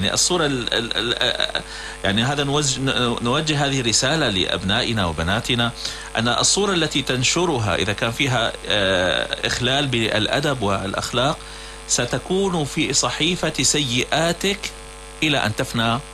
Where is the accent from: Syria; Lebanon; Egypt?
Syria; بلدنا سوريا الحبيبة